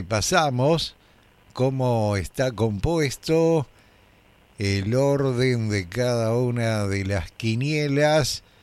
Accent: Salta, Argentina; Soy salteño.

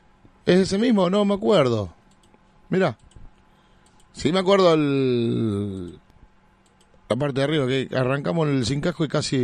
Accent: Venado Tuerto, Santa Fe, Argentina; soy de Venado Tuerto, donde son los Iraola, Grupo, Corben, Foton.

